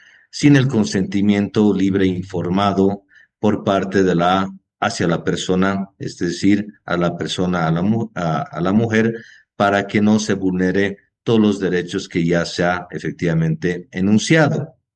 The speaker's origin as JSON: {"language": "Spanish", "country": "Bolivia", "said": "Nosotros como Estado boliviano"}